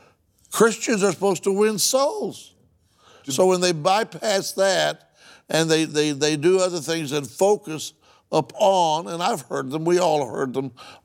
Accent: Oklahoma, United States; I'm from Oklahoma, and there's a lot of Word of Faith influence in Oklahoma now.

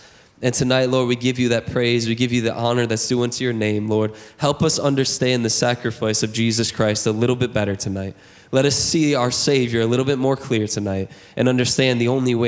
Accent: Michigan, United States; now in Louisiana, United States; Growing up in Michigan, our professional football team is the Detroit Lions.

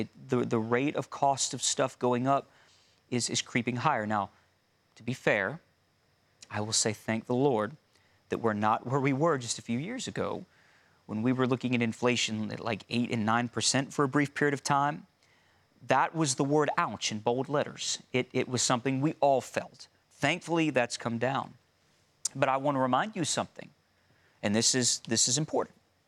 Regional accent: United States

